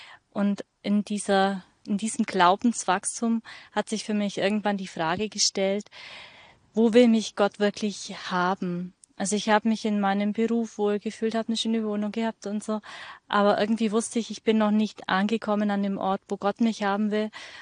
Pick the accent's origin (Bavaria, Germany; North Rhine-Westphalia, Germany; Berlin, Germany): Bavaria, Germany; now in Auerbach, Germany; Ich bin in der Nähe von Augsburg aufgewachsen, in einer katholischen Familie